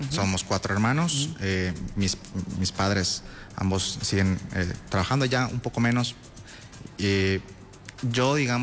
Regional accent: Yucatán, Mexico; soy originario de Xuscap, una comunidad ubicada aproximadamente a 100 kilómetros al sur de Mérida.

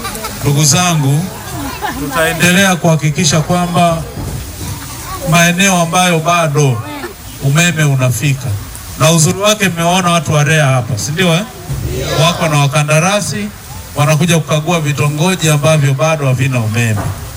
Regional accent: Tanzania; sisi ni Watanzania wenzenu, tumekaa bila umeme muda mrefu.

